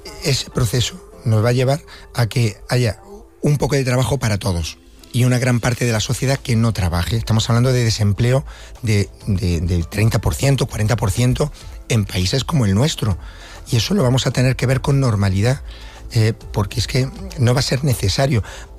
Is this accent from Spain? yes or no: yes; Spain